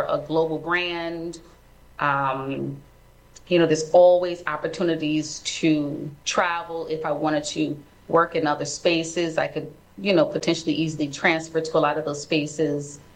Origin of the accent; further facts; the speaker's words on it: New York City, New York, United States; You know, I'm a Harlem native, born here in New York, actually born in the Village. But I have been in Harlem probably since a few months old. These are my stomping grounds.